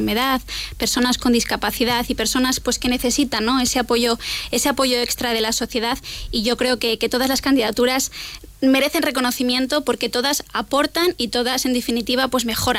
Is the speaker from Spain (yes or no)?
yes; La Rioja, Spain; representa muy bien lo que es La Rioja y lo que somos los riojanos, ¿no?